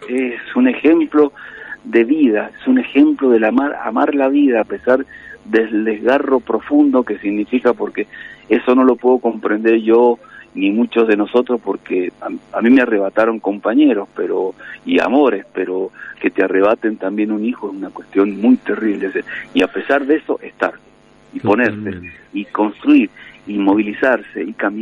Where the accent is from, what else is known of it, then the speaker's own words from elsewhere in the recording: Argentina; como patria, como nación, como argentino